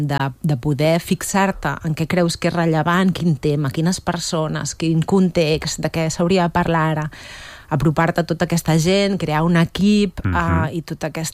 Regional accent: Sant Fost de Campsentelles, Catalonia, Spain; also born or lived in Granollers / Mollet del Vallès; Vaig néixer, en realitat vaig néixer a Granollers i he viscut sempre a Sant Fost i després a Mollet, de jove, però vaig anar a l'institut de Mollet.

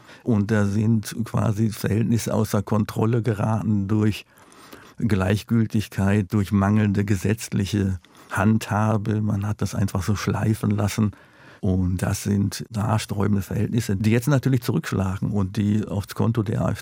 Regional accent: Duisburg, North Rhine-Westphalia, Germany; In Duisburg ist es gerade auch in den Straßen, wo ich aufgewachsen bin, extrem.

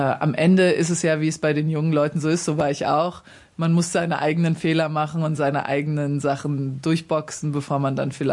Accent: Darmstadt, Hesse, Germany; born or raised there; now in New York, United States

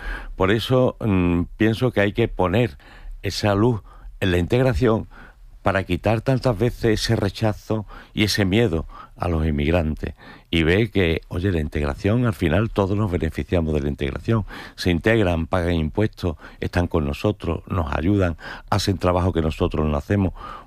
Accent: Andalusia, Spain; A mí me recuerda mucho mi pueblo, ¿no? Andaluz

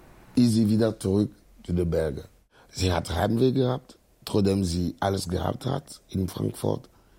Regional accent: Togo; also born or lived in France; now in Cologne, Germany; Aber ich fühle mich wohl in Köln. Wenn ich heute entscheide, ich kann in Togo gehen, aber ich will nicht zurück in dieses Dorf leben. Ich bin Deutscher, ich bin Franzose, ich habe Togoisch Pass, ich habe Deutsche Pass, ich habe Französisch Pass heutzutage.

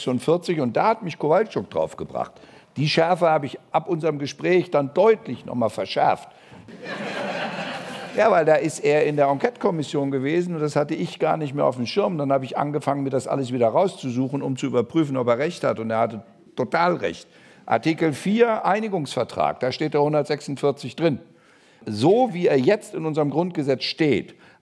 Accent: Teufelsmoor, Lower Saxony, Germany; born there; wäre für das Teufelsmoor gut, wo ich geboren bin, also für dünn besiedelte Regionen.

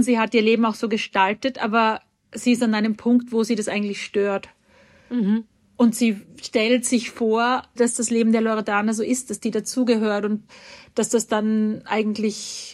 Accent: Austria; Ich bin im Salzkammergut aufgewachsen in Österreich und das ist auch eine Gegend, wo ich manchmal bei Interviews früher gesagt habe, ich komme dorthin, wo andere Urlaub machen.

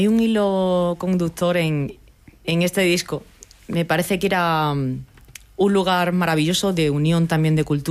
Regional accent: Spain; también pensando en que yo soy española.

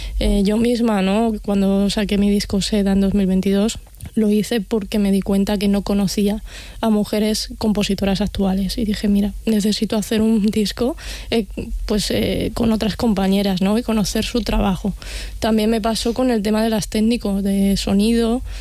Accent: Castilla-La Mancha, Spain; yo soy de Castilla-La Mancha y no había ningún estudio concretamente en la comunidad autónoma

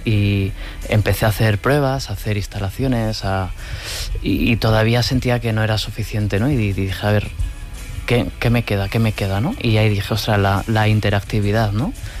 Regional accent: Tudela, Navarre, Spain; mi ciudad natal, Tudela.

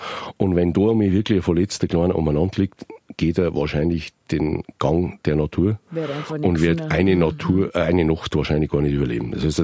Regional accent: Bavaria, Germany; bei uns im Bayerischen Wald, im Bayerwald

